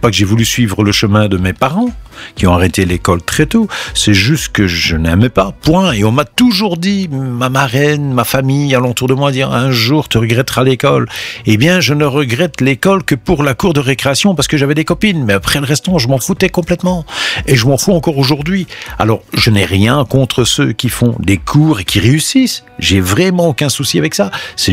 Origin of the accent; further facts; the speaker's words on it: Belgium; chez nous en Belgique ou en Europe.